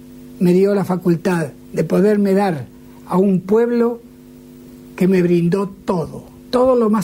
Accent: Argentina; a través de él pude conocer otros países tan, tan hermosos como este, pero no tan querido para mí como mi Argentina.

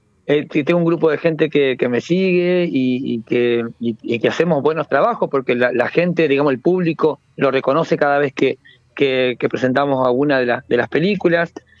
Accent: María Grande, Entre Ríos, Argentina; yo soy de María Grande, oriundo de allá. Arranqué teatro a trabajar allá.

